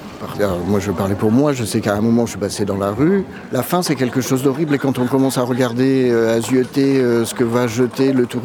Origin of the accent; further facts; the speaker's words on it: Nouvelle-Aquitaine, France; Moi, je viens de Charente, quoi.